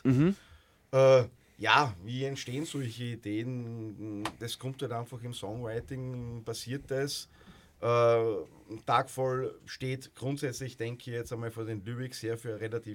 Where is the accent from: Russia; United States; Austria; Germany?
Austria; Graz, Styria; grundsätzlich jetzt um in Graz beheimatet